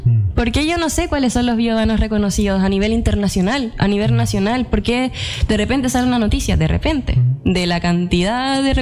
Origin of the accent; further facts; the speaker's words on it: Concepción, Biobío, Chile; also born or lived in Los Ángeles, Chile; yo que nací en Los Ángeles, criada acá en Concepción